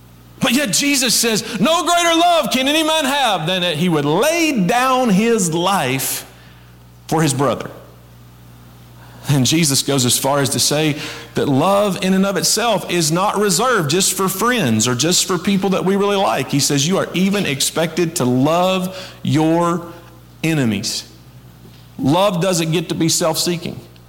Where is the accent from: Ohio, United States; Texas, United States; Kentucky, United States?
Kentucky, United States; I grew up in Krillsburg, Kentucky, and we just say, why you gotta be so hateful?